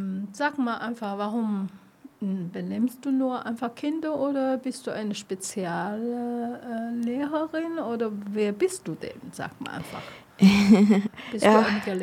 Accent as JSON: {"language": "German", "country": "Taiwan", "said": "Man muss auch selber unsere Wurzel auch behalten, so denke ich mir. Ich komme persönlich aus Taiwan."}